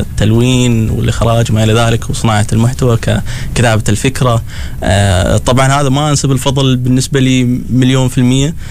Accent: Egypt; now in Oman; اللي هو أنا كمصري قررت أقرب الشيء الفلاني اليوم بحكم أني عايش في عمان

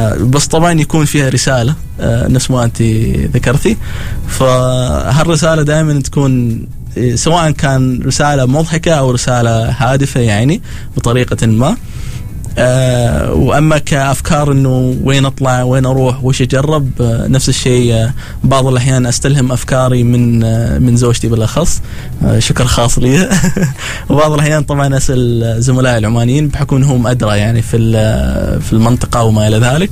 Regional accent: Egypt; وأنقل أنا كمنظوري أنا كمصري طبعا كيف أشوف هذا الشيء.

